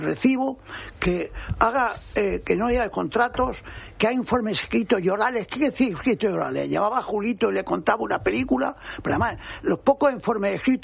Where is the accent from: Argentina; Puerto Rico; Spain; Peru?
Spain; pero yo soy un español normal, y que está preocupado con todos estos temas